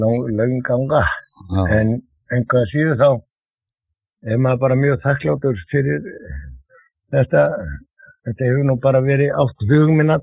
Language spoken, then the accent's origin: Icelandic; Reykjavík, Capital Region, Iceland; ég fættur á uppalinn í Klefsóttinu